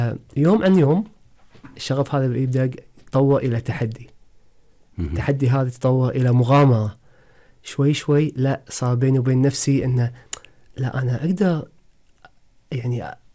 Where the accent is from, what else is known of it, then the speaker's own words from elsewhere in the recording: Kuwait; أولا كوني شخص كويتي، شاب كويتي، طبعا ولدت وتربيت في مجتمع نحب الحركة من وإحنا صغار.